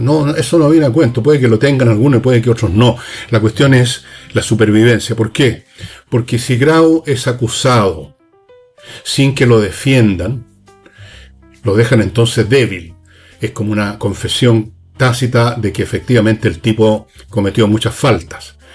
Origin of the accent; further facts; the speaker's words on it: Chile; Esas personas somos los chilenos y ese país es Chile.